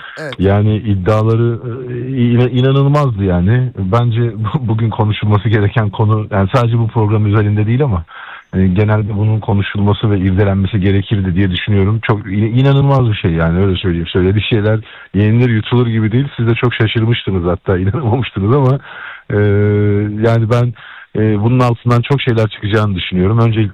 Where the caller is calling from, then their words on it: Istanbul, Turkey; İstanbul'dan arıyorum.